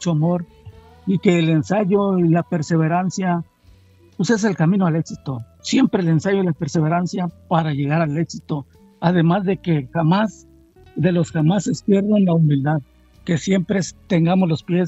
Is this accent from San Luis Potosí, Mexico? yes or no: yes; Ciudad Valles, San Luis Potosí, Mexico; Ciudad Valles, de donde yo soy, es un poquito más grande.